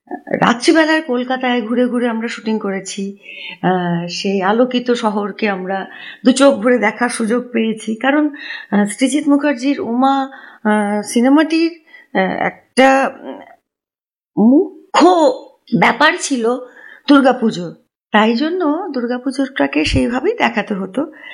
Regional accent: Kolkata, West Bengal, India; খুব ছোটবেলায় যেহেতু আমি উত্তর কলকাতার মেয়ে এবং একান্নবর্তী পরিবারের মেয়ে ছিলাম

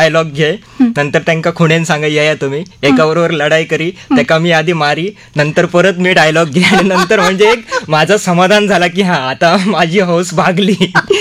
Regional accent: Matond, Maharashtra, India; accent: Malvani; मी Sindhudurg Vengurla मातोंड Sawantwada.

